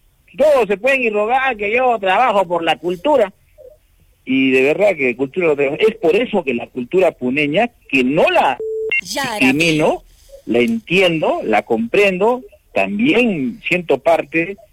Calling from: Arequipa, Peru; nosotros somos arequipeños, pues, nosotros somos de acá, de Arequipa.

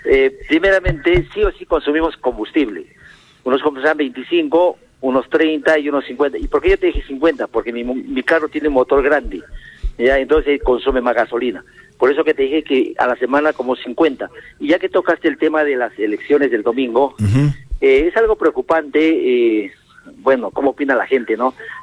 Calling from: Arequipa, Peru; yo soy de Selva Alegre

